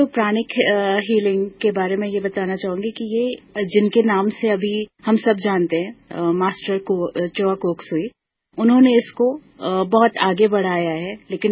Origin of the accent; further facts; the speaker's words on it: Mankapur, Uttar Pradesh, India; also born or lived in Prayagraj; मेरा जन्म स्थान प्रयागराज है, जहाँ पे मैं चार साल तक रही हूँ। उसके बाद अयोध्या के पास आईटीआई मनकापुर एक कैंपस है, इंडियन टेलीफोन इंडस्ट्री, मेरी स्कूलिंग वहीं से हुई है